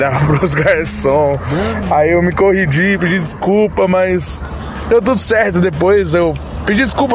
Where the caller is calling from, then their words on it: Foz do Iguaçu, Paraná, Brazil; sou de Foz do Iguaçu, sou cantor.